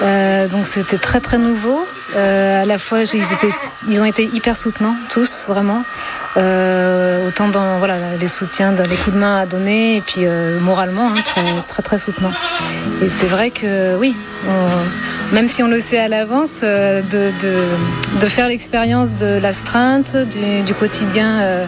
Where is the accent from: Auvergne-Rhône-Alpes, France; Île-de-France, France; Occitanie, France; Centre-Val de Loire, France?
Occitanie, France; Oui, j'ai grandi là-bas. Je suis installée là où j'ai grandi pour le moment.